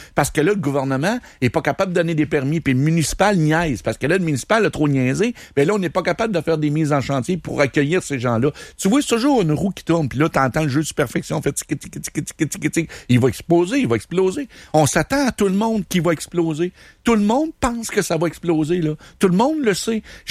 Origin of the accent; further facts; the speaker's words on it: Quebec, Canada; en tant que Québécois